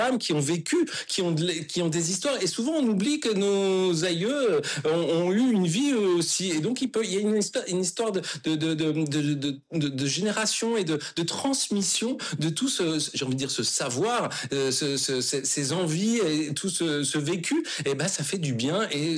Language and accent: French; France; born there; Et donc, je suis un pur européen, vraiment. Et donc, je suis né en France